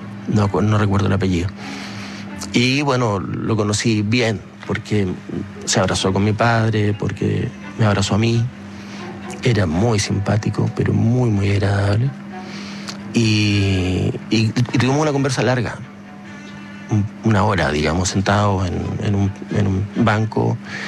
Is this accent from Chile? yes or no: yes; Magallanes and Chilean Antarctica, Chile